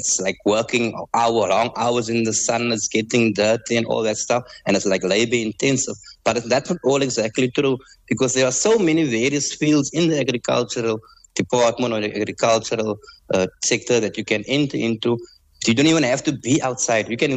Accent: Cape Town, Western Cape, South Africa; I mainly grew up on a rural farm. I grew up in Cape Town, but I spent most of my time on the rural farm.

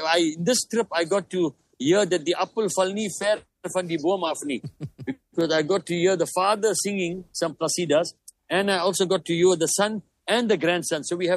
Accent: Durban, KwaZulu-Natal, South Africa; I mean, I come from Durban, where it's predominantly Hanafi

